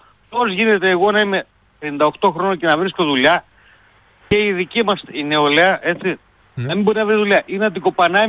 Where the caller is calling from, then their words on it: Greece; Εγώ που είμαι 57 χρόνια και είμαι από 22 χρόνια στα νησιά δουλεύω. Είμαι Έλληνες.